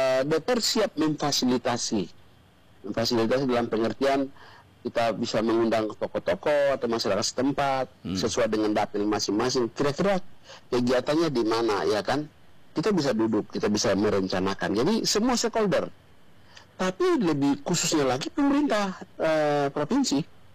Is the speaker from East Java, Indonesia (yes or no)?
no; Papua, Indonesia; kita orang Papua